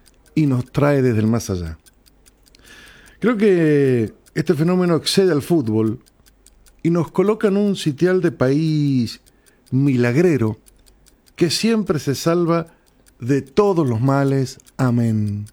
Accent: Argentina; Somos eso, somos Argentina

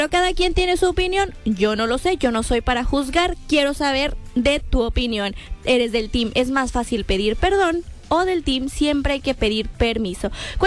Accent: La Paz, Baja California Sur, Mexico; Porque yo soy de La Paz.

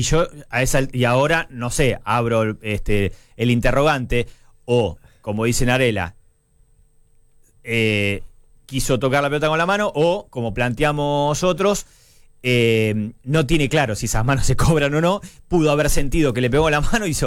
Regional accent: Argentina

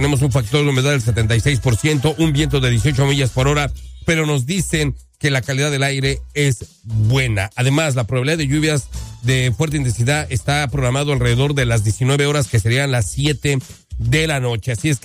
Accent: Mexico; para nosotros como mexicanos

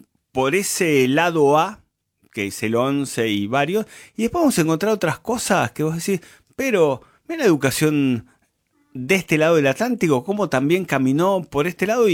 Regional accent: Buenos Aires, Argentina; born there

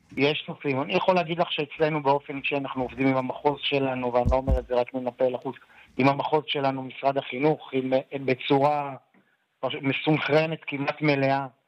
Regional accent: Nesher, Haifa District, Israel; אני יליד נשר, הילדים שלי הם דור חמישי לתושבי נשר.

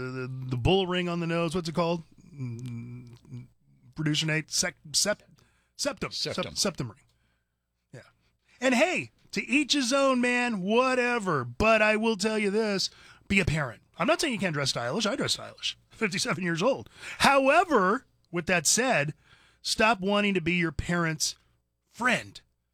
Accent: Merced, California, United States; I grew up in California. I grew up in a town called Merced, about 40 miles north of Fresno in the San Joaquin Valley, Central Valley.

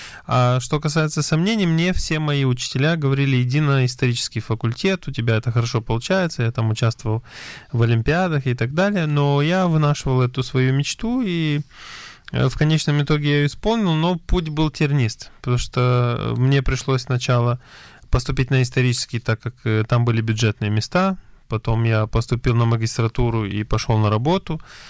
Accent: Soroca, Soroca District, Moldova; moved away as an adult; now in Israel; Я родился в Республике Молдова, в городе Сороки, на берегу Днестра. Учился я в том же городе, закончил школу.

